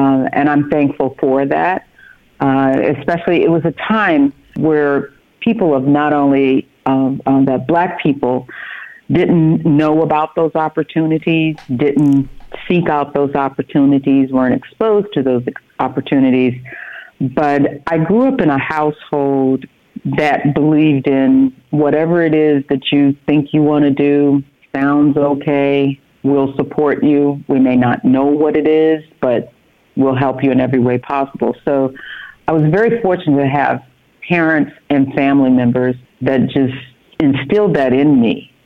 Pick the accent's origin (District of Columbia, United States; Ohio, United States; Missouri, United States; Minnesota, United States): Missouri, United States; St. Louis; moved away as an adult; also born or lived in Palestine, Texas / Atlanta, Georgia; And we moved to St. Louis, where I grew up and lived and stayed until I went off to college.